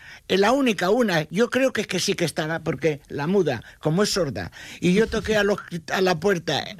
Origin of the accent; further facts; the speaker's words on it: Castilla-La Mancha, Spain; born there; imagínate, yo nací en Fuenlabrada, de la provincia de Albacete.